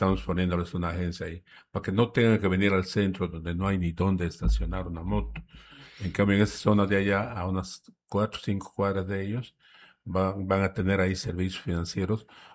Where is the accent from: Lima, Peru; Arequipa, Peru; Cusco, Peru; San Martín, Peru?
San Martín, Peru; Moyobamba; Yo me acuerdo cuando era chico, Moyobamba, mi tierra, tenía unas construcciones muy bonitas.